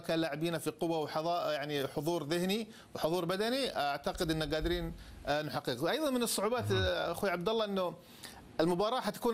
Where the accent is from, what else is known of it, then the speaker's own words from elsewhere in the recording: Saudi Arabia; كفريق منافس لنا كسعوديين،